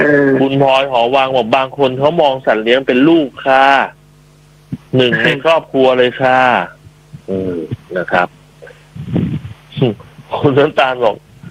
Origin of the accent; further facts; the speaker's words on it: Chachoengsao, Thailand; born there; ผมเป็นคนเกิดน่าจะเป็นภูมิลำเนาเกิดเลยแหละเกิดที่ฉะเชิงเทราเนี่ยแหละ